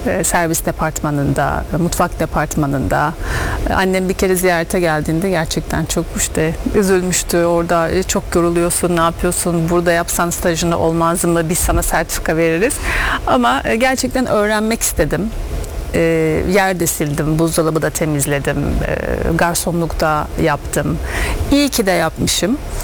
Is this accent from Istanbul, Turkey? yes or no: yes; Istanbul, Turkey; born there; İstanbul doğumluyum. Üç kardeşiz. Babam sıfırdan gelmiş başarılı bir iş adamı.